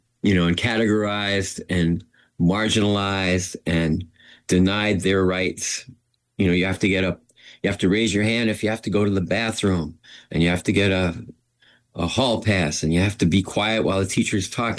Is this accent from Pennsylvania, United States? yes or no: no; New York City, New York, United States; I grew up in Manhattan, in what is now called Washington Heights, but right on the border of Washington Heights and Harlem.